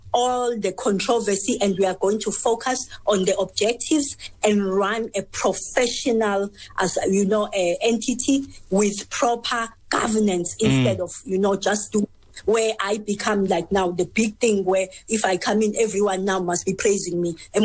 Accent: South Africa; even including us as South African

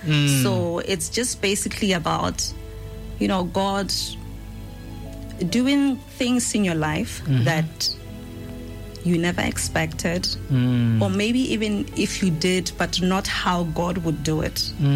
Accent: South Africa; now in Botswana; I'm born and bred in South Africa. And then I came to Botswana through my dad, who was exiled here.

